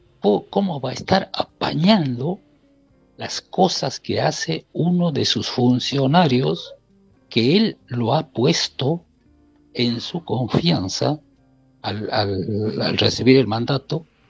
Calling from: Santiago del Estero, Argentina; de Santiago del Estero.

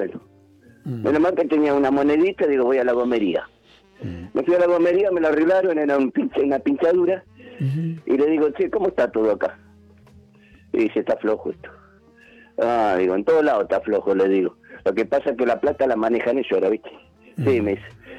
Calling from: Berazategui, Buenos Aires Province, Argentina; de Berazategui

